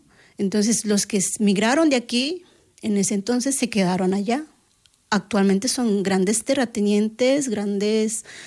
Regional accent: Bolivia; Yo soy de los Aymara, pueblo Aymara, que es un pueblo originario de Bolivia.

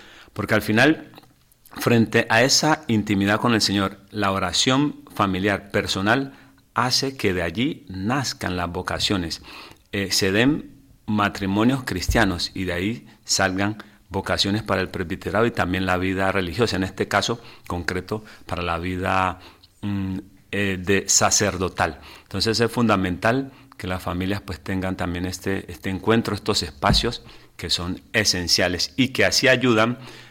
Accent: Colombia; Y yo me quedé así como, decimos en mi país, de una sola pieza, porque no me lo imaginaba después de tantos años salir. Al principio del ministerio, claro, sí, está esa ilusión salir. Y ya que yo pensaba ya quedarme allí en Colombia

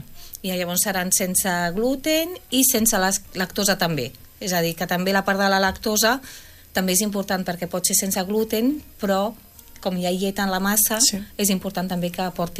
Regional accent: France; now in Catalonia, Spain; jo sóc francesa

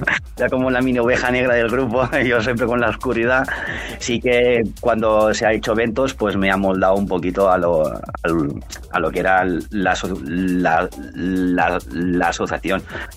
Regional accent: Benissanet, Catalonia, Spain; moved away as an adult; now in Viladecans, Spain; nació en mi pueblo, que es en Benissanet, a Les Terres de l'Ebre

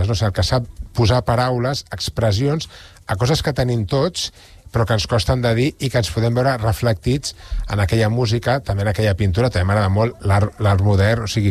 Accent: L'Hospitalet de Llobregat, Catalonia, Spain; Jo soc d'Hospitalet, no? Ja l'hi deia abans a la Carme, no? I un punto flamenquillo d'Hospitalet també el porto.

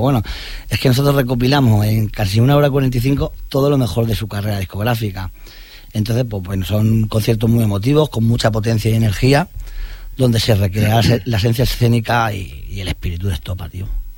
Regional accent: Cornellà de Llobregat, Catalonia, Spain; Los de Cornellá, que yo soy de Cornellá.

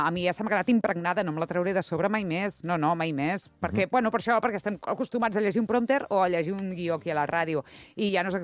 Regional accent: Premià de Mar, Catalonia, Spain; L'última Premià de Mar a casa meva, al meu poble.

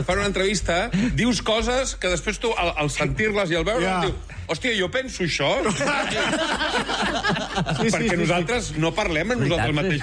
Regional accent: L'Hospitalet de Llobregat, Catalonia, Spain; Jo sóc de l'Hospitalet, vull dir, ens reconeixem.

